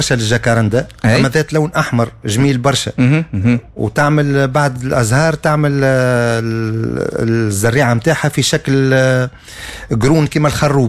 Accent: Tunisia; عندنا في تونس

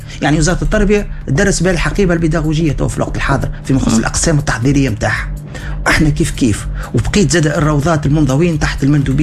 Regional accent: Tunisia; خيرة الدكاترة اللي عندنا في تونس

